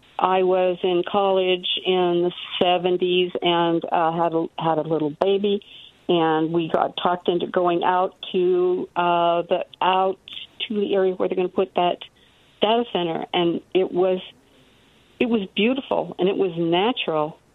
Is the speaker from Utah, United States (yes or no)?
yes; Utah, United States; I was born and raised in Utah, and I wasn't LDS, and so I was adamant about getting out of there.